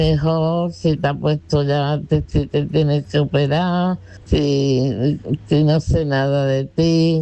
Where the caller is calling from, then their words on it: Málaga, Andalusia, Spain; de Churriana, Málaga